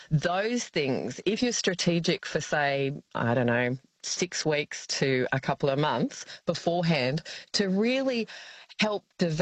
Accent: Australia

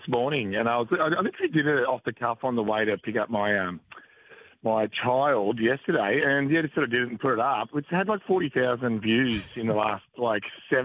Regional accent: Scone, New South Wales, Australia; So Scone Bypass, I grew up in Scone.

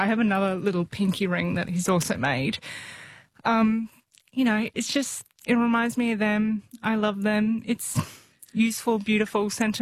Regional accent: Queensland, Australia; And I'm a Queenslander at heart. What do they say? You can take the girl out of Queensland, but you can't take Queensland out of the girl.

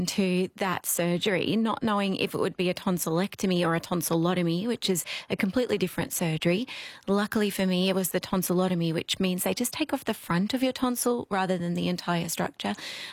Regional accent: Australia; So when I was touring in Poland as an Australian, people would ask me, you know, what's your name?

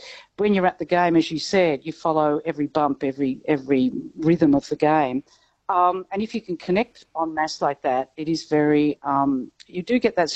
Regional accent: Fitzroy, Victoria, Australia; So I grew up in Fitzroy, and Fitzroy was my second team

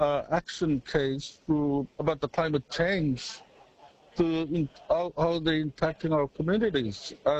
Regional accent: Boigu Island, Queensland, Australia; I'm from Kudamalugal Nation, which is located in the Torres Strait, Boigo Island. And my community is a low-lying highlands surrounded by mangroves.

